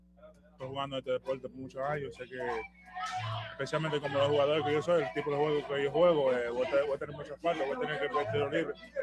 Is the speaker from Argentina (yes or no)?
no; Dominican Republic; soy dominicano